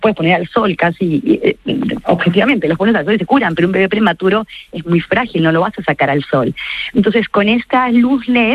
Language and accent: Spanish; Peru; now in Spain; Yo soy peruana. Terminé en España no por casualidad